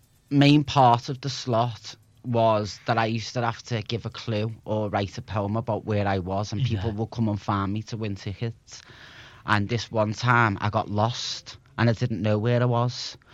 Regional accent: Liverpool, North West England, United Kingdom; also born or lived in China

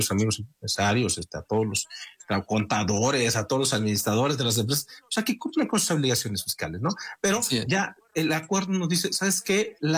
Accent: Mexico; nosotros como mexicanos

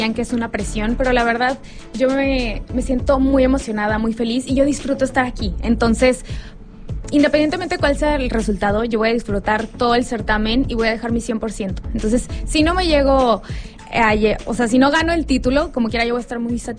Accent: Tampico, Tamaulipas, Mexico; moved away as an adult; also born or lived in Nuevo León; now in Monterrey, Mexico; Bueno, yo sí soy de Tampico, Tamaulipas. Ajá. Viví aquí de chiquita y este año me vine a vivir acá, y cuando quise hacer el casting me dijeron que Tamaulipas ya estaba ocupado, y pues yo sí quería representar al estado en el que nací y claro, donde he hecho la mayoría de mi vida.

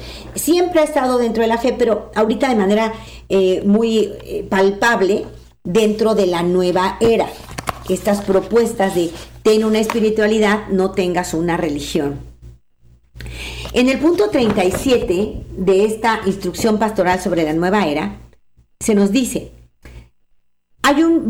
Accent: Mexico; quiero compartir contigo una instrucción pastoral sobre la nueva era que nos compartió en mi país, en México, el cardenal Norberto Rivera

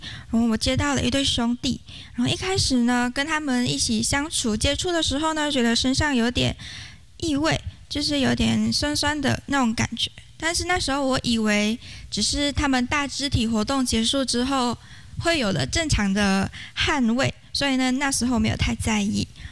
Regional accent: Kedah, Malaysia; moved away as an adult; now in Taiwan; 我出生于也生长于马来西亚的吉打州，它就是靠近槟城的一个地方。

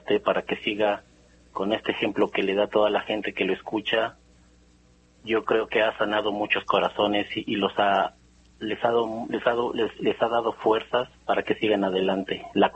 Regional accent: State of Mexico, Mexico; Soy del Estado de México.

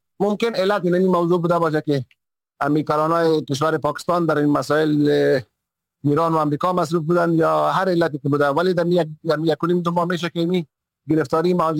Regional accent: Afghanistan; اگر دوباره به افغانستان هم برگردن، درست است که وطنشان است، وطن ما است، وطن مادر است

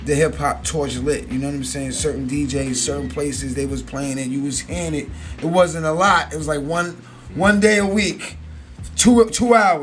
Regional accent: Alabama, United States; Because I'm from Alabama. My whole family's from Alabama. So I love the South.

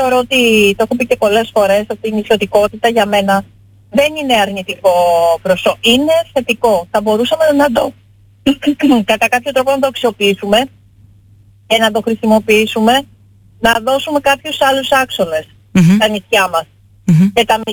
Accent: Ithaca, Ionian Islands, Greece; επειδή είμαι από την Ιθάκη και με πονάει πάρα πολύ ιδιαίτερα, νιώθω πάρα πολύ περήφανη που είμαι από την Ιθάκη

